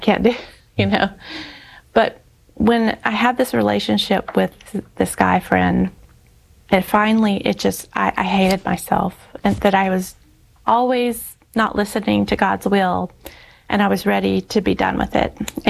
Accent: Alabama, United States; So I was proud to say, I'm from Alabama too.

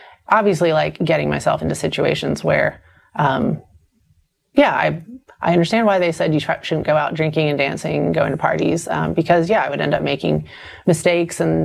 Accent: the South, United States; You're just growing up in the South, it was man, we're praying for those Catholics.

